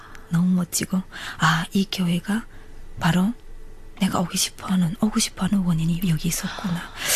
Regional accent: North Korea; 저는 북한 사람으로서 우리 북한 사람들의 아픔을 서로가 알잖아요.

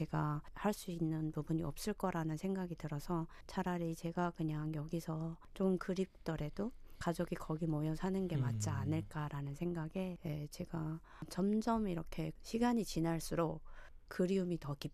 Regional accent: North Korea; now in South Korea; 저와 같은 탈북민들이

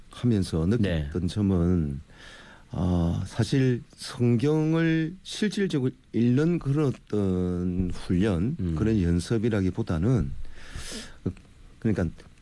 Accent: Busan, South Korea; also born or lived in Masan; 태어난 곳은 마산인데 삶의 어떤 뭐 그래서 생활을 끄는 부산이었다 보니까

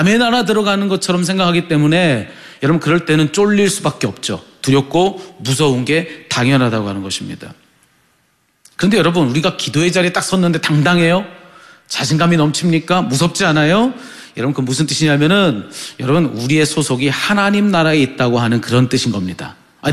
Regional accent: South Korea; 제가 한국 사람이기 때문에 그렇습니다. 제 국적이 한국이기 때문에 그래요.

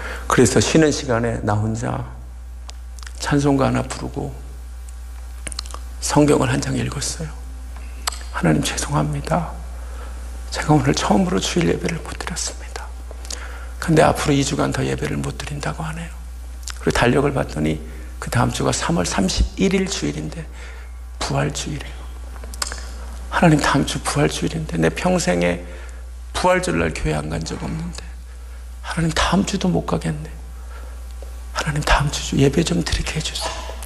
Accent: South Korea; moved away as an adult; now in United States

